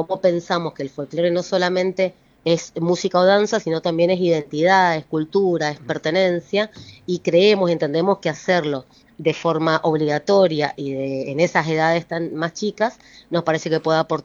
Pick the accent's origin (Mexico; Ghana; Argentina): Argentina; Mendoza; nosotros como mendocinos incentivando este proyecto.